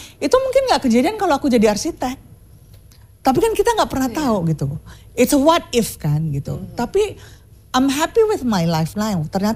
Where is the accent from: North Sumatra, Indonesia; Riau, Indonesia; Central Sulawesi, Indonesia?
North Sumatra, Indonesia; Kalau aku orang Melayu Deli, kalau orang Melayu Deli itu panggil bapaknya itu Entu gitu.